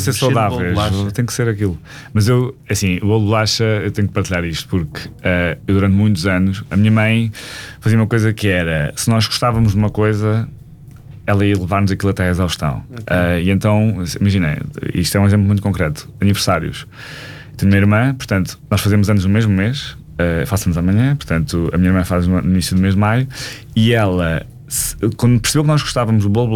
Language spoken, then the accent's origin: Portuguese; Ribatejo, Portugal; eu sou de Ribatejo, portanto, sempre tive um contacto com o campo e com a natureza